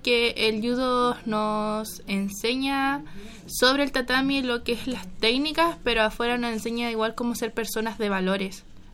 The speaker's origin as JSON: {"language": "Spanish", "town": "Tomé", "region": "Biobío", "country": "Chile", "said": "Soy del Cerro al Santo, del sector 3."}